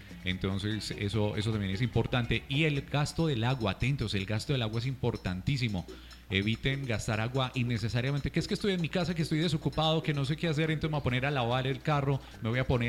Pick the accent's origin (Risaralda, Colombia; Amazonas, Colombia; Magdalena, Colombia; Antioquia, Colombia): Risaralda, Colombia; Pereira; así somos, pereiranos, sentimos nuestra ciudad, sentimos nuestra región